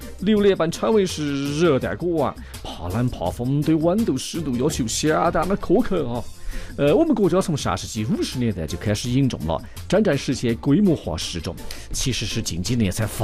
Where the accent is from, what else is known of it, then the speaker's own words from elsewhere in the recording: Yunnan, China; 我们云南这边